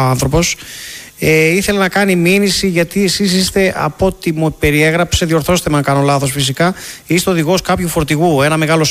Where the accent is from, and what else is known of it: Manolada, Western Greece, Greece; now in Athens, Greece